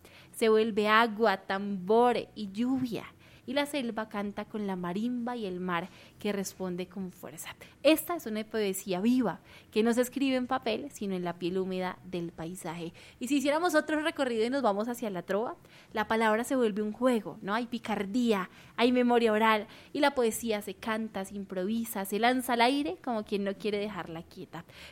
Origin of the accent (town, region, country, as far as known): Colombia